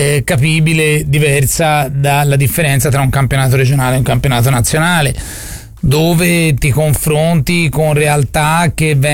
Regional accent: Florence, Tuscany, Italy

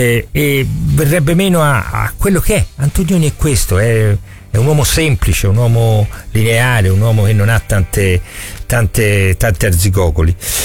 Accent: Florence, Tuscany, Italy; noi siamo fiorentini

